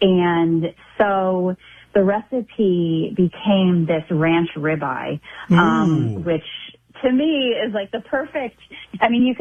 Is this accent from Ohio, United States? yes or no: yes; Ohio, United States; moved away; I feel like I'm from Ohio originally